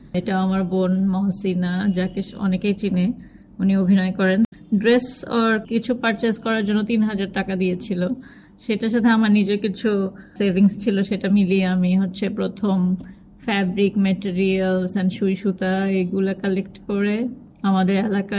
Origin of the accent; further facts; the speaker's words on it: Tangail, Dhaka Division, Bangladesh; আমরা টাঙ্গাইলে বড় হয়েছি।